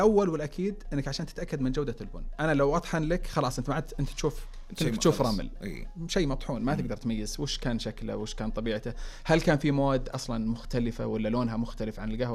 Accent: Saudi Arabia; احنا كسعوديين

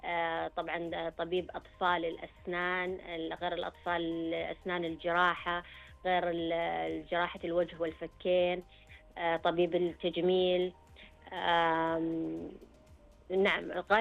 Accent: Saudi Arabia; احنا عندنا في السعوديه هنا اطباء كثير مؤهلين

